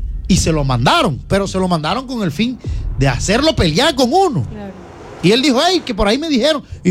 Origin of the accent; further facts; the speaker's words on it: La Guajira, Colombia; yo nunca voy a dejar de ser de La Guajira.